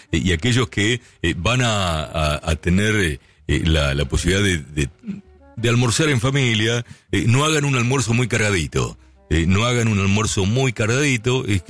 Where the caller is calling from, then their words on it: Carhué, Buenos Aires Province, Argentina; de Carué.